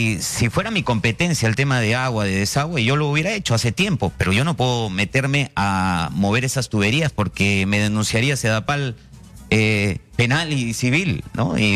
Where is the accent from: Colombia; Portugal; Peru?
Peru; Apurímac; born there; now in Lima, Peru; Yo soy apurimeño, nacido allá. Mis padres vinieron jóvenes a Lima Sur, a Villa El Salvador, y mi padre empresario en el parque industrial.